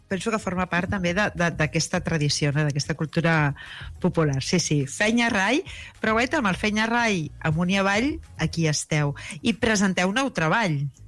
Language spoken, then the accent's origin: Catalan; Catalonia, Spain; jo també sóc del Camp de Tarragona